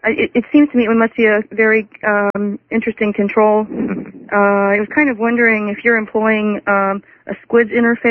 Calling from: Mount Healthy, Ohio, United States; Mount Healthy, Ohio.

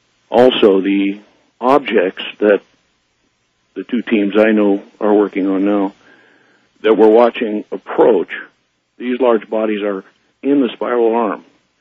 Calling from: Coeur d'Alene, Idaho, United States; I'm calling from Coeur d'Alene at the moment.

